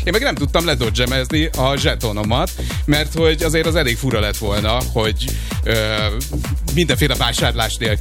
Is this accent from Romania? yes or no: no; Tata, Komárom-Esztergom, Hungary; Mindig ugyanazok a dodgemesek jöttek, én tatai vagyok, és tatára ezek a dodgemesek jöttek.